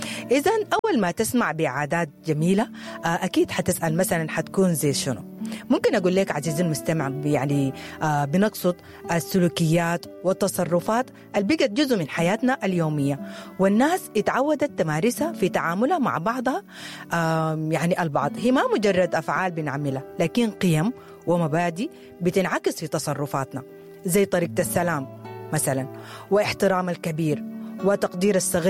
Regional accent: Sudan; معروف بها السودان أو كسودانيين الكرم، إننا بنكرم الضيف

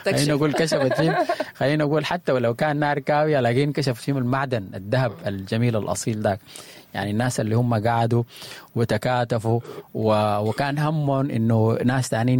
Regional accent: Sudan; نحن كسودانيين

